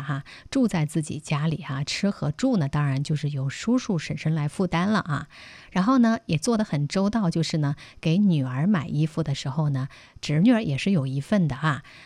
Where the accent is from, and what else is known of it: China